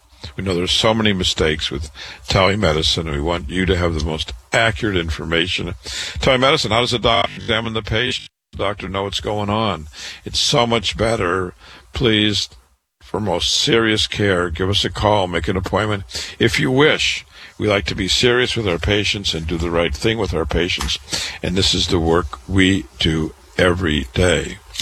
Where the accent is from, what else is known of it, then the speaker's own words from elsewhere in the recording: Waterloo, Iowa, United States; I was born in Waterloo, Iowa. I went to public school there, university, medical school